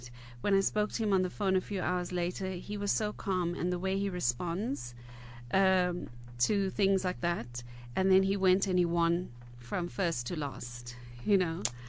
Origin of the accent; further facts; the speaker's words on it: South Africa; we are South African.